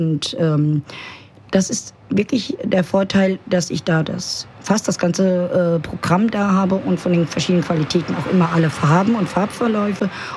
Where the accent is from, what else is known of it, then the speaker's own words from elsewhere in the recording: Flörsheim am Main, Hesse, Germany; Also ich bin in Flörsheim aufgewachsen